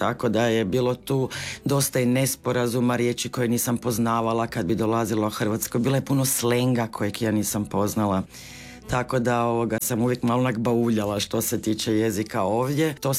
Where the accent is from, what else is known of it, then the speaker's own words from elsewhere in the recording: Munich, Bavaria, Germany; also born or lived in Croatia; Dobro, ja jesam rasla u tom njemačkom sustavu, ali što se tiče samog života i kako smo živjeli tamo je bila jedna potpuna suprotnost.